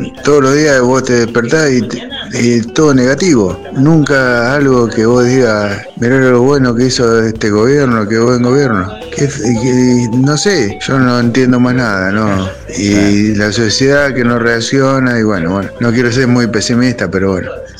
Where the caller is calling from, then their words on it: Junín, Buenos Aires Province, Argentina; soy de Junín, Buenos Aires, Argentina.